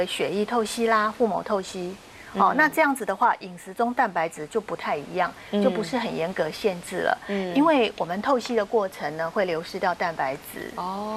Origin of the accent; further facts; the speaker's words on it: China; 其实我们中国人其实很幸福的，就是我们有豆制品可以吃。